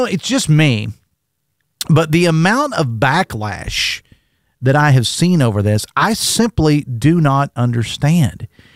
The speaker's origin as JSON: {"language": "English", "town": "Logan", "region": "West Virginia", "country": "United States", "tie": "born or raised there", "said": "The hospital in my hometown changed names 20 to 25 years ago from Logan General Hospital to Logan Regional Medical Center."}